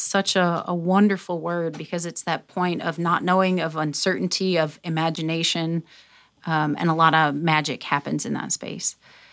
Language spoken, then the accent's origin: English; Toledo, Ohio, United States; moved away; I'm from Toledo, and we don't use that word.